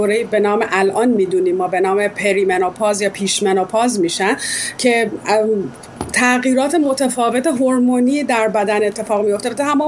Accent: Iran; moved away; من خب سالهاست خارج از ایران زندگی میکنم،

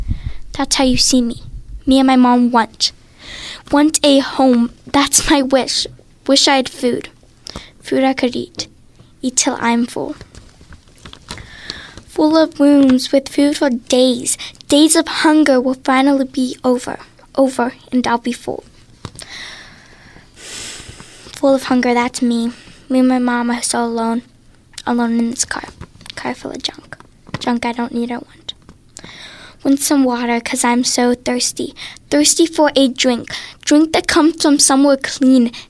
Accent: Pennsylvania, United States; I'm from the north side.

